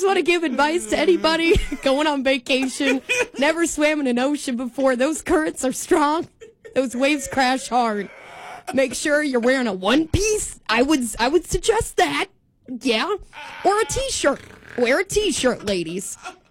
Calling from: Nebraska, United States; I'm just from Nebraska.

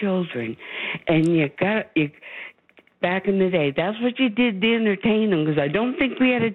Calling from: St. John's, Newfoundland and Labrador, Canada; Calling from St. John's, Newfoundland. And I've lived in all the Atlantic provinces.

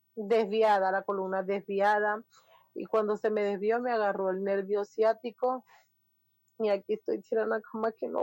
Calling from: Cali, Valle del Cauca, Colombia

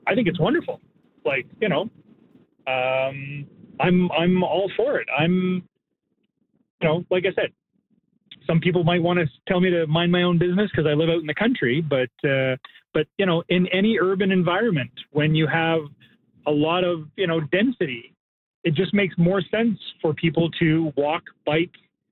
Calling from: Quebec, Canada; Well, I'm calling from the Eastern Townships.

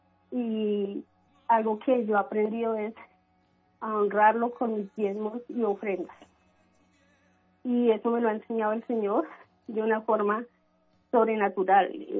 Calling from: Bogotá, Colombia; En Bogotá, contigo.

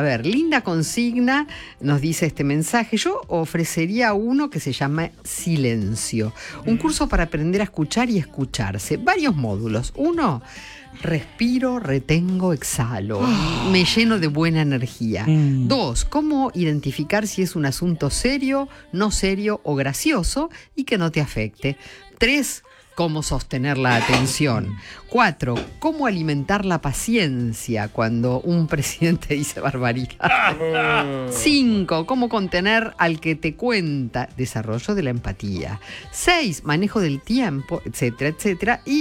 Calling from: Buenos Aires, Argentina; de Saavedra.

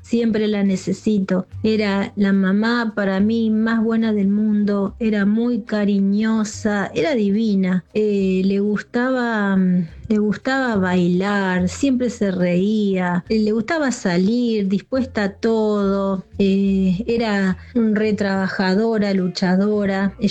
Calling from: Zárate, Buenos Aires Province, Argentina; de Zárate.

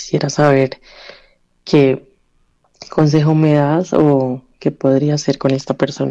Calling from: Bogotá, Colombia; Te hablo desde la ciudad de Bogotá

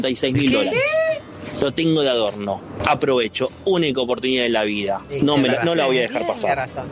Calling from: Buenos Aires, Argentina; de Parque Patricios.

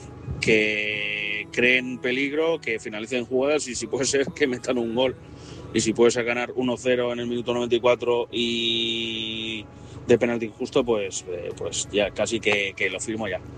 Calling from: Mislata, Valencian Community, Spain; desde Mislata

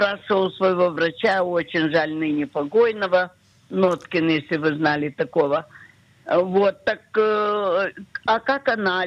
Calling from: Tver, Tver Oblast, Russia; Я из Твери

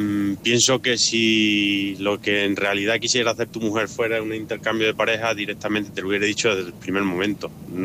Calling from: Ciudad Real, Castilla-La Mancha, Spain; de Ciudad Real.

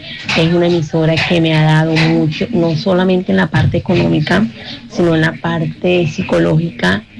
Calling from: Barranquilla, Atlántico, Colombia; Y soy de Barranquilla

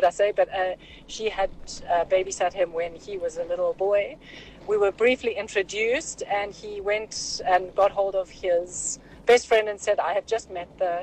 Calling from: Johannesburg, Gauteng, South Africa; I'm from Joburg.

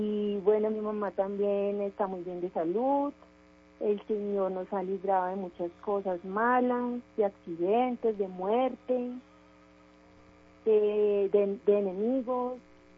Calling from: Mosquera, Cundinamarca, Colombia; Estoy aquí en Mosquera

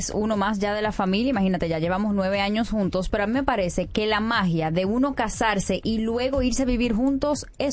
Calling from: Dominican Republic; Soy dominicana, de familia muy tradicional.

